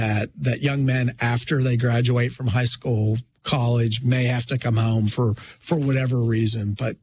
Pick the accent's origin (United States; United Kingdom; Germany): United Kingdom; Scotland; I'm Scottish.